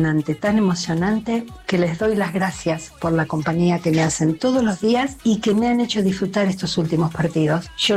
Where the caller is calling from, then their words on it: La Plata, Buenos Aires Province, Argentina; de La Plata.